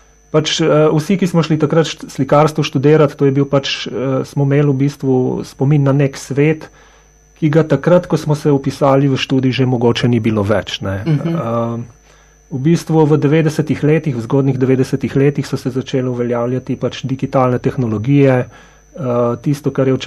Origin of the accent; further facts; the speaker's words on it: Novo Mesto, Southeast Slovenia, Slovenia; also born or lived in Suha Krajina / Ljubljana; Moji najbolj intimni spomini na otroštvo se vežejo v bistvu res na Novo mesto, v bistvu vežejo pa se tudi na podeželje, v bistvu, kjer sem pač pomagal stari mami na kmetiji v Suhi krajini.